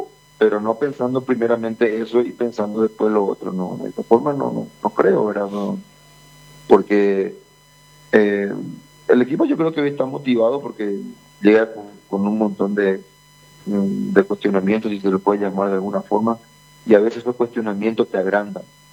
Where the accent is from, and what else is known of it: Paraguay